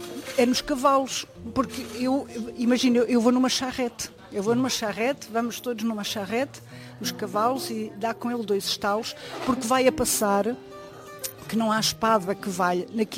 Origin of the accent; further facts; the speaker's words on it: Santarém, Portugal; àquilo que eu vivenciei e aquilo que eu vi quando era menina e moça em Santarém.